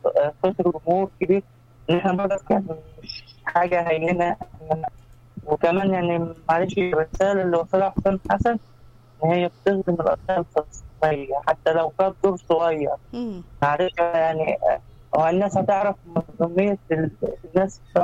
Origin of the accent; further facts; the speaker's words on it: Egypt; إحنا كمصريين